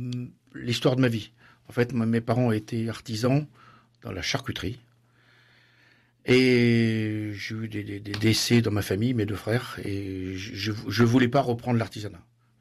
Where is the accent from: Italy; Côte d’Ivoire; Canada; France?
France; Clermont-Ferrand, Auvergne-Rhône-Alpes; moved away as an adult; also born or lived in Paris region; parce que je suis auvergnat, donc Clermont-Ferrand et sa région. Ensuite, comme tout auvergnat, je suis monté à la capitale